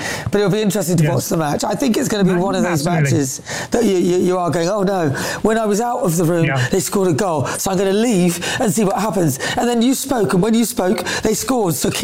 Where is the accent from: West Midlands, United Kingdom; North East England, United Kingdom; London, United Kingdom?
North East England, United Kingdom; Newcastle; born there; Well, you see, the thing is, I was born in Newcastle, but my parents are from Ghana.